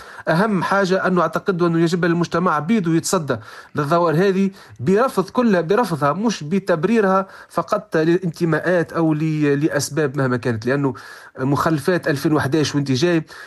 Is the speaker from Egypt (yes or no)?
no; Tunisia; عندنا في تونس